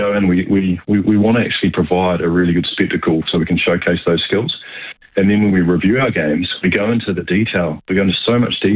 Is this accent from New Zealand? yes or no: yes; New Zealand; growing up in New Zealand, we grew up this sport.